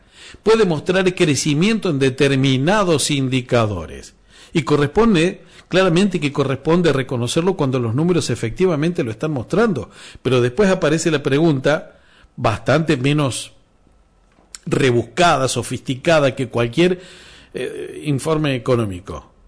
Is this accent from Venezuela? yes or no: no; Argentina; los argentinos, como el argentino común, vos, yo, los laburantes